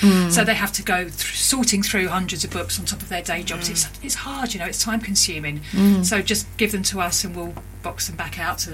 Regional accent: London, United Kingdom; born or raised there

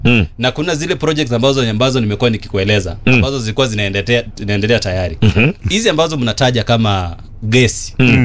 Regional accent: Nyamira County, Kenya; Mimi na mahali ninatoka pale North Mugirango.

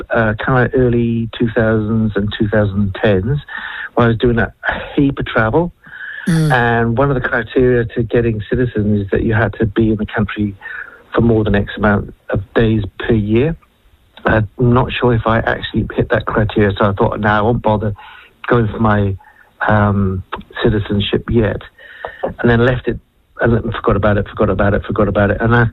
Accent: United Kingdom; now in New Zealand; being a British citizen

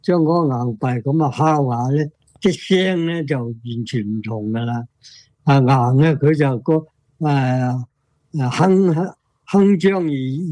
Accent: China; 其实玉石咧就我哋中国人咧系好喜爱嘅

